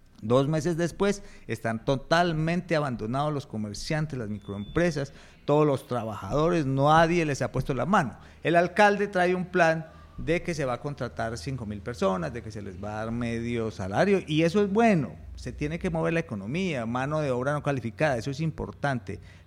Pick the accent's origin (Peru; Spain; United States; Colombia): Colombia; Pereira, Risaralda